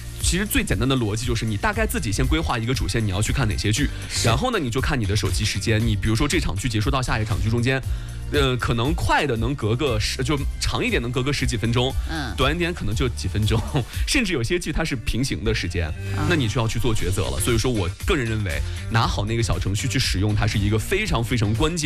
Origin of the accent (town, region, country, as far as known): China